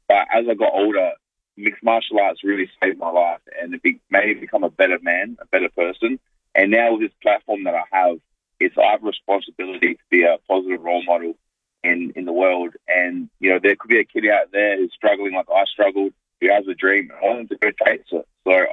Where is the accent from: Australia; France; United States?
Australia; Adelaide, South Australia; moved away as an adult; also born or lived in Two Wells / Taperoo; now in Auckland, New Zealand; I grew up in North Haven and also Two Wells. Originally, when we first came to Adelaide, I was in Taparu. And then we moved in with my grandparents in North Haven. So that was sort of my area.